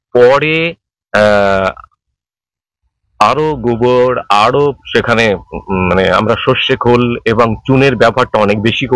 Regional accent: West Bengal, India; moved away as an adult; now in Jharkhand, India; আমি পশ্চিমবঙ্গের ছেলে

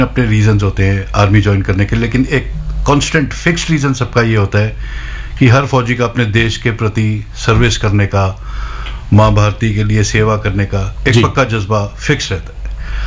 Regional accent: Rohtak, Haryana, India; मैं रोहतक का रहने वाला हूँ

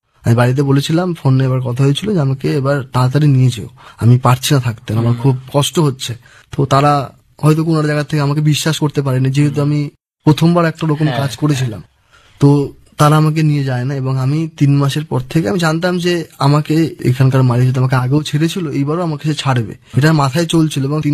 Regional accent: Shyamnagar, West Bengal, India; now in Kolkata, India; আমার বাড়ি শ্যামনগর, আমার কলকাতা তো এক আত্মীয়ের বাড়ি আছে

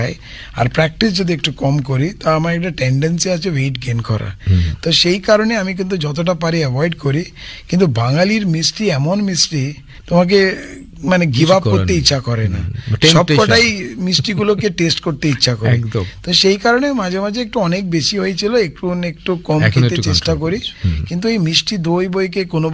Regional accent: Goa, India; moved away as an adult; now in Kolkata, India; আমি একজন গোয়ানিজ ছেলে কলকাতায় এসে

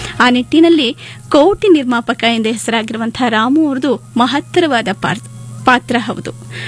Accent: Karnataka, India; ನಾವು ಕನ್ನಡಿಗರು

